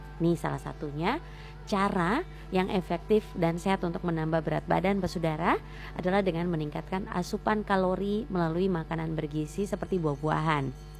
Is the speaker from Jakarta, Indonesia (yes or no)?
no; Ambon, Maluku, Indonesia; kalau kota Ambon, kota saya bisa bilang lah